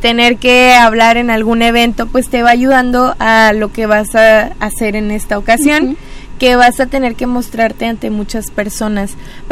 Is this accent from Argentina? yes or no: no; Melchor Múzquiz, Coahuila, Mexico; somos de aquí de Melchor Musquiz